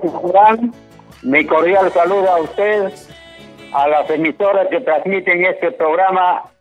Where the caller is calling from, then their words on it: Chimbote, Ancash, Peru; Les hablo desde Chimbote.